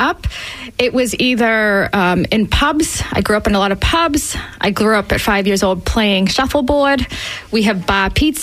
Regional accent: Brockton, Massachusetts, United States; Well, growing up in Brockton, it leads to character.

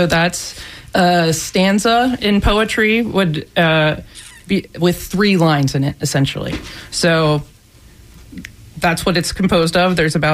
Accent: Maryland, United States; I'm not from Florida, but I'm from Maryland, but I've loved watersheds wherever I go.

